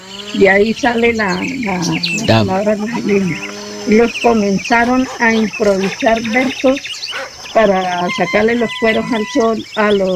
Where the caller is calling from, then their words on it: Colombia